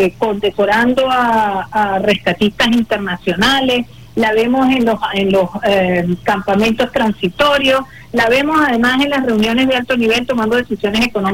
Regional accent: Venezuela; Como patriotas venezolanos y venezolanas que somos.

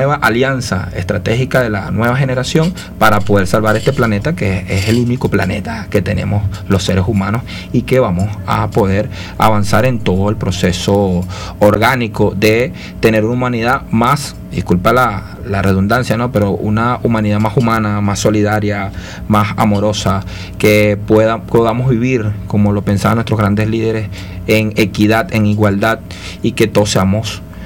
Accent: Venezuela; todos los cubanos también son venezolanos y los venezolanos somos cubanos

